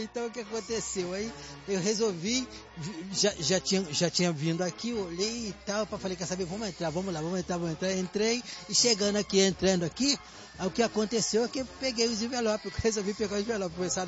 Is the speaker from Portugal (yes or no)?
no; Belford Roxo, Rio de Janeiro, Brazil; Eu venho de Belford Roxo